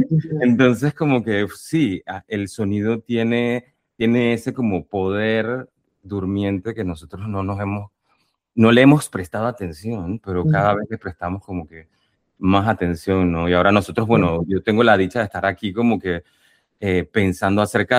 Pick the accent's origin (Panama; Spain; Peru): Panama; A mí me preguntan a veces si yo soy bilingüe, porque aquí en Panamá hablamos español e inglés